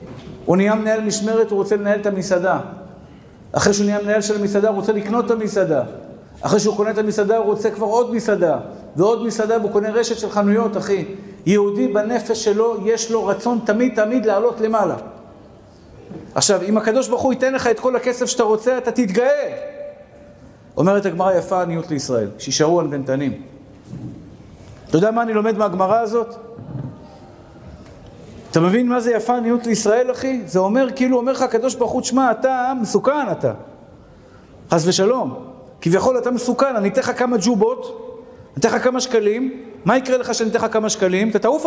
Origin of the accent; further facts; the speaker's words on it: Tel Aviv, Tel Aviv District, Israel; אני תמיד זוכר מאיפה באתי בשכונת התקווה, ילד עני. לא אשכח לעולם מאיפה באתי